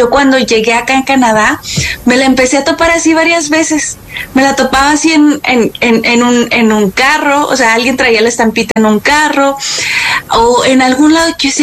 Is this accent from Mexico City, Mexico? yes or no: yes; Mexico City, Mexico; born there